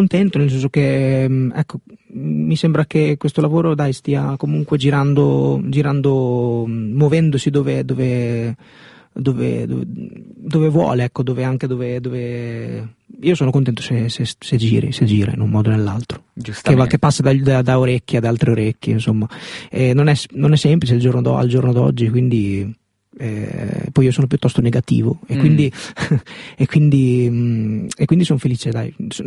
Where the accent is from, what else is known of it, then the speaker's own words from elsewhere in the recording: Cesena, Emilia-Romagna, Italy; E poi sono venuto direttamente da Milano, però vengo da Cesena.